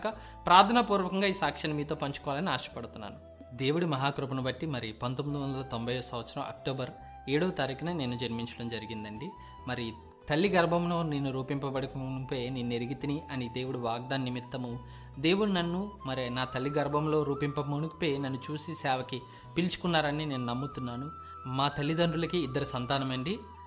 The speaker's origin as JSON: {"language": "Telugu", "town": "Hyderabad", "region": "Telangana", "country": "India", "tie": "born or raised there", "said": "నేను యూకేజీ నుంచి 7th class వరకు నేను హైదరాబాద్లోనే చదువుకున్నానండి. దానివల్ల ఏమైందంటే నాకు తెలుగు సరిగ్గా రాదు."}